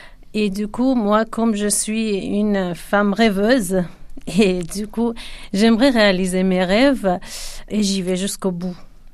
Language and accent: French; Kurdistan, Iran; first language Kurdish; French is a second language; moved away as an adult; now in France; moi, je suis née en Iran, j'ai d'origine kurde.